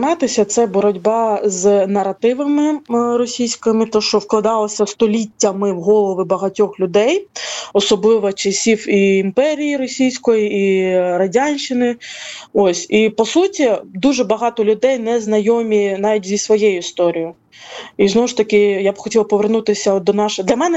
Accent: Crimea, Ukraine; Ось, і він розказував, як ми пов'язані, кримські татари, да, пов'язані з Польщею по історії.

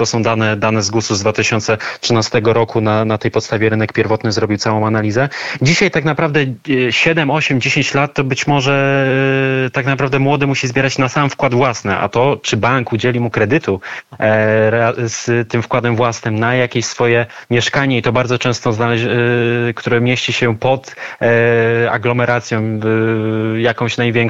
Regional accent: Lubin, Lower Silesian Voivodeship, Poland; pochodzę z Lubina na Dolnym Śląsku

